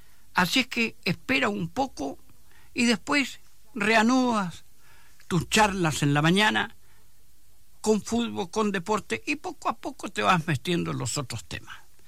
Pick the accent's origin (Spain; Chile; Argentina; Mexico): Chile; Enamorado de mi tierra, Chile